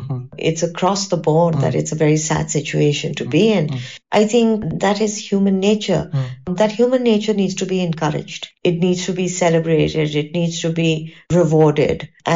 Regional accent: Surat, Gujarat, India; No, I'm from the Surat side. It's not meetha at all.

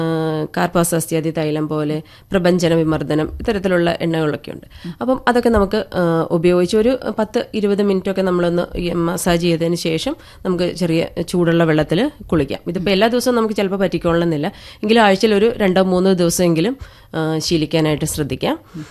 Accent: Kerala, India

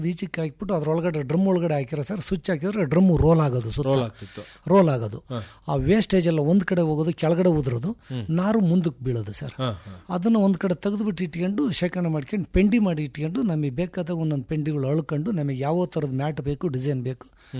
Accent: Arsikere, Hassan district, Karnataka, India; ನಮ್ಮ ಅರಸೀಕೆರೆ ಹಾಸನ್ ಸರೌಂಡಿಂಗರು ಜಾಸ್ತಿ ಸರ್, ಹಾಸನ್ ಜಿಲ್ಲೆಯವರು ಜಾಸ್ತಿ ಇದ್ವಿ.

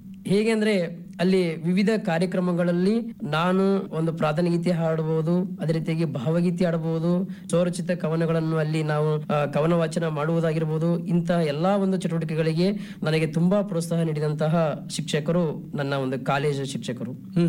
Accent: Kodla, Karnataka, India; ನಾನು ಕಲಬುರಗಿ ಜಿಲ್ಲೆಯ ಸೇಡಂ ತಾಲೂಕಿನ ಕೋಡ್ಲಾ ಗ್ರಾಮದಲ್ಲಿ ಜನಿಸಿದ್ದು 4 April 1992.

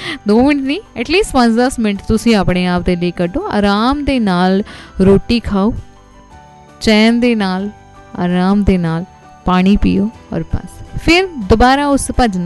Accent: Punjab, India

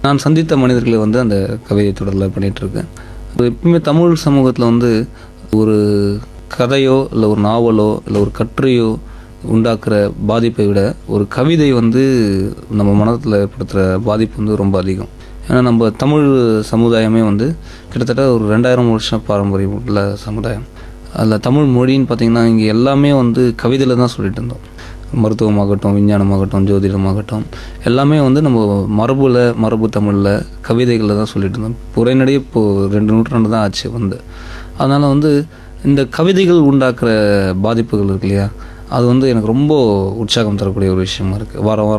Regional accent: Tamil Nadu, India; now in Chennai, India; நான் கிராமத்தில் பிறந்து வளர்ந்தவன், படித்தது நகரத்தில் காஞ்சிபுரம், இப்போ வாழ்ந்துட்டுருக்கிறது சென்னை மாநகரம்.

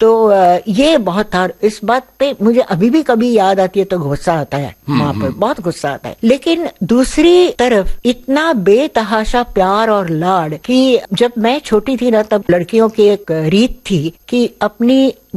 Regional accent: Lucknow, Uttar Pradesh, India; born there; Lucknow university के भी, और इसलिए लखनऊ में मेरी पैदाइश लखनऊ की है।

